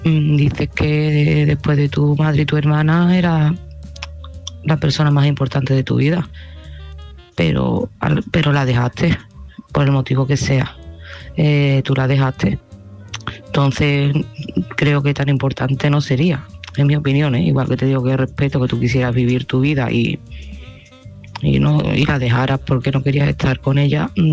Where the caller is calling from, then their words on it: Seville, Andalusia, Spain; de Sevilla